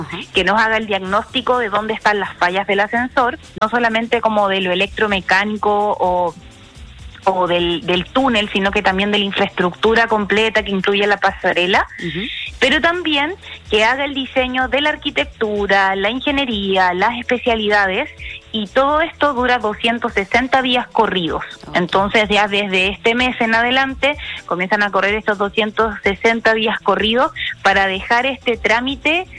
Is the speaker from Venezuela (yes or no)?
no; Valparaíso, Chile; todos los que somos acá de Valparaíso.